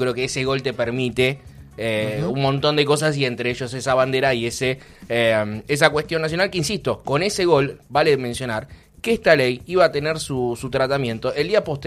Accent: Argentina; Estamos muy mal acostumbrados los argentinos.

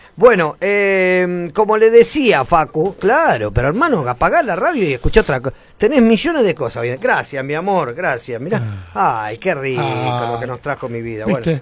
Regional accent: Argentina

